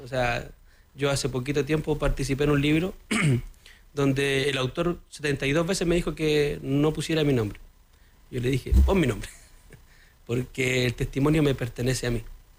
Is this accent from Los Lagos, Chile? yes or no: no; Santiago, Santiago Metropolitan Region, Chile; also born or lived in Lampa; fui creciendo en La Legua, fui creciendo en el ámbito de Lampa